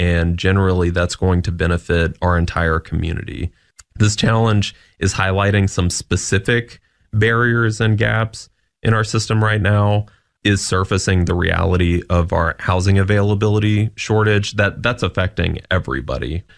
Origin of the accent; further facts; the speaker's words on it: Clarksville, Tennessee, United States; This is my hometown